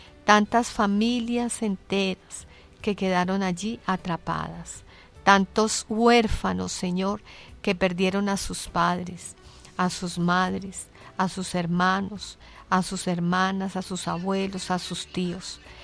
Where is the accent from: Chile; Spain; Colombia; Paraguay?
Colombia; todos nosotros como colombianos